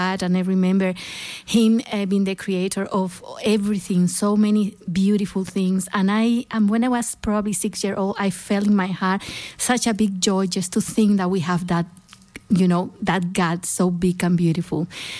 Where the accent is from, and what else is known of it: Santa Cruz, Bolivia; now in Australia